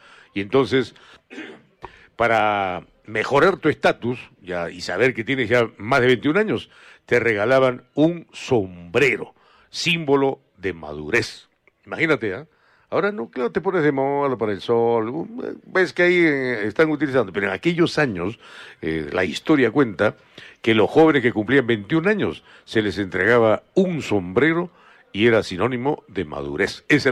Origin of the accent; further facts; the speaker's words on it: Arequipa, Peru; Sabemos lo que tenemos en Arequipa, por eso nos sentimos orgullosos como buenos arequipeños.